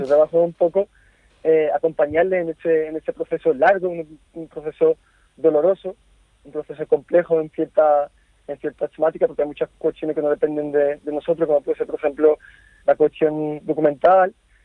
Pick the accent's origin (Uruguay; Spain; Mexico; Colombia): Spain; Cádiz, Andalusia; yo primero soy de Cádiz. Yo me he criado en Cádiz, llevo toda la vida en Cádiz, he crecido allí, he mamado Cádiz, como bien se dice.